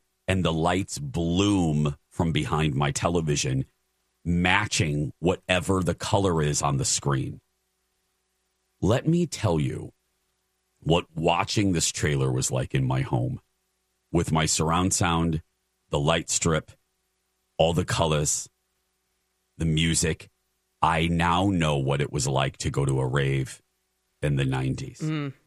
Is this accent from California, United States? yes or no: no; Indiana, United States; Mine was Beverly Cleary. I grew up in Indiana.